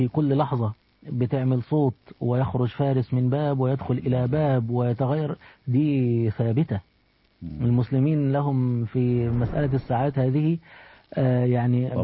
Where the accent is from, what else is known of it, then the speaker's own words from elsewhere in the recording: Egypt; احنا عندنا في مصر